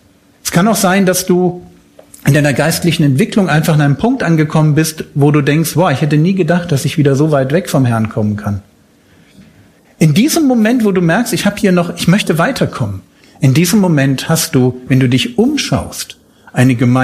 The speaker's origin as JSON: {"language": "German", "region": "Berlin", "country": "Germany", "said": "bin ja aus Berlin"}